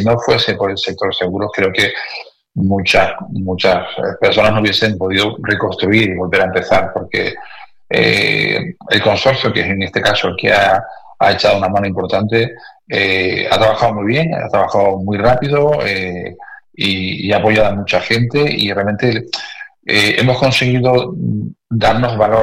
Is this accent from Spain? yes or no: yes; Canary Islands, Spain; now in Catarroja, Spain; mi padre Canarias, yo soy canario, por mi acento ves que no soy de aquí.